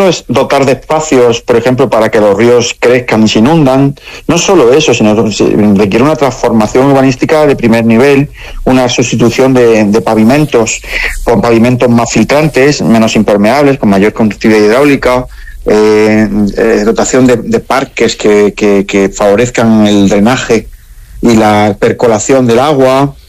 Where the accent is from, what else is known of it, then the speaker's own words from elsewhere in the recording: Andalusia, Spain; Yo soy andaluz